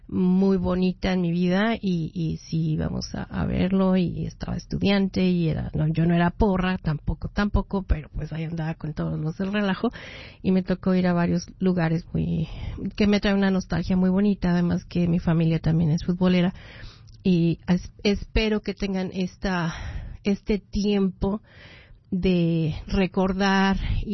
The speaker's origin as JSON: {"language": "Spanish", "country": "Mexico", "moved": "yes", "said": "yo soy mexicana"}